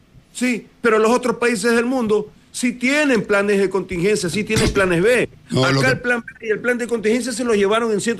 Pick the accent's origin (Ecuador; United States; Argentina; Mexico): Ecuador; nosotros nos olvidemos como ecuatorianos